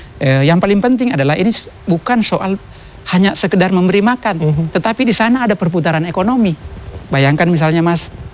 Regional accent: Southeast Sulawesi, Indonesia; di kampung saya di Sulawesi Tenggara Mas, karena kita sebagian besar pulau-pulau di sana

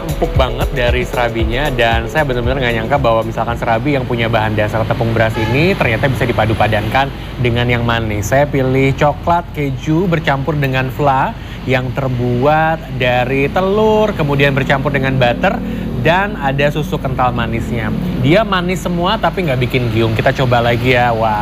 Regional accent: Kuningan, West Java, Indonesia; moved away; di kampung halaman saya, misalnya di Kuningan

